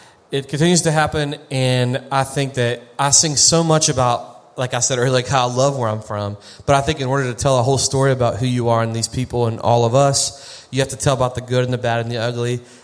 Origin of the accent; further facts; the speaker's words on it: West Virginia, United States; in my home state